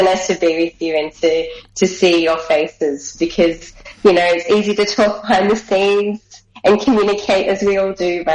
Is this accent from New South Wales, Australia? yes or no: no; Melbourne, Victoria, Australia; So I was born here in Melbourne. My parents were born in northeastern Victoria in a rural country town called Myrtleford to Italian migrant parents. So I'm technically second generation Australian.